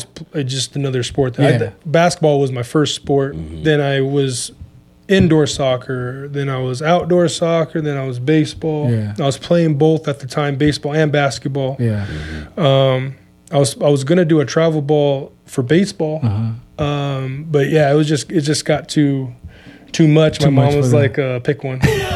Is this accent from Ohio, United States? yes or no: no; California, United States; Born and raised on the Saboba Indian Reservation. I've been there my whole life, born and raised, like I said. Been playing basketball. I'm 35 years old